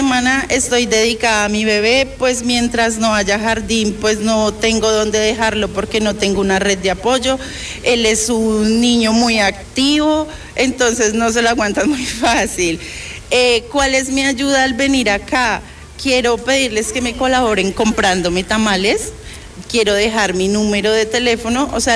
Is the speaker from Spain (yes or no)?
no; Tolima, Colombia; now in Pereira, Colombia; No, soy del Tolima, pero llevo 2 años y medio acá en Pereira, feliz, enamorada de esta ciudad.